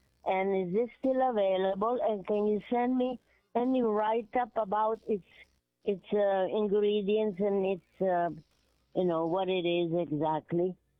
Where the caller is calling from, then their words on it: New York City, New York, United States; I'm calling from Astoria, New York City, Astoria, New York, Borough of Queens in New York City.